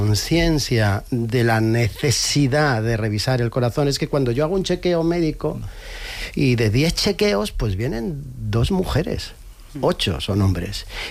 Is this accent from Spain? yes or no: yes; Jaén, Andalusia, Spain; En mi tierra, en Jaén, me regañaron un día porque dije... No dije aceite de oliva virgen extra.